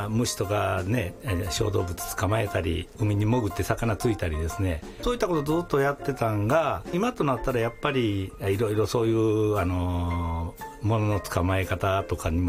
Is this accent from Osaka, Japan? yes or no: yes; Osaka, Japan; born there; 僕大阪で生まれてるんですけれども、はい、両親が淡路島の海辺の出身なんですね。